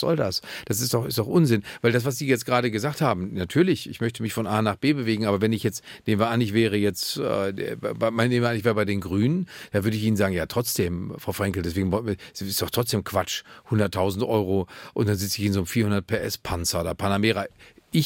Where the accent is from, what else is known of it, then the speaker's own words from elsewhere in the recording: Germany; wir sind beide Deutsche.